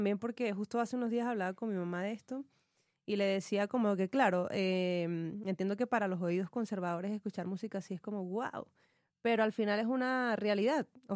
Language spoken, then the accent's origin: Spanish; Venezuela; moved away; Me pasó eso mucho cuando salí de Venezuela, igual que no me había fijado como la libertad que tienes de explorar con tu ropa, ¿no?